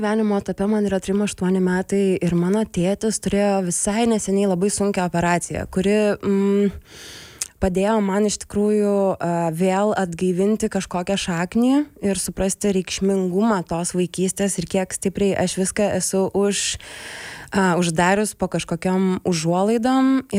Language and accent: Lithuanian; Jonava, Kaunas County, Lithuania; aš šiaip tai užaugau Jonavoj, didžiąją savo laiko dalį praleidau su mama.